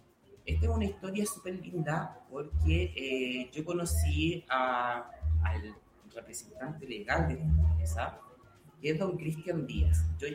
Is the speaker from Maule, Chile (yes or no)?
yes; San Clemente, Maule, Chile; also born or lived in Talca / Concepción; Soy un sanclementino, nacido y criado acá en la comuna.